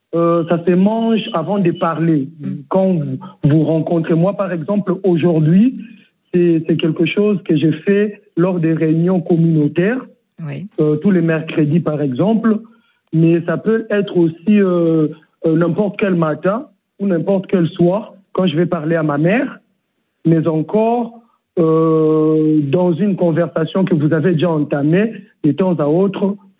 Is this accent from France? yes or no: no; Kinshasa, DR Congo; born there; Je suis né à Kinshasa et mon grand-père venait du village.